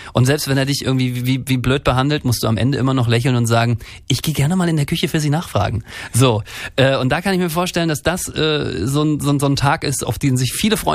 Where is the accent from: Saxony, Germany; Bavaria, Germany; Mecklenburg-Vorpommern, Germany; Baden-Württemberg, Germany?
Mecklenburg-Vorpommern, Germany; Rostock; ich komme ja aus Rostock